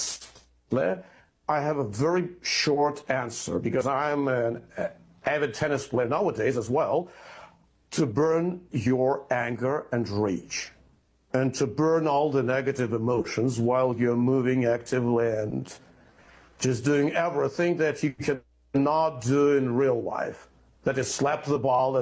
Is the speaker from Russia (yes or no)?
yes; Moscow, Russia; English is a second language; I'm from Moscow, Russia, originally born there, and I'm a single and lonely child.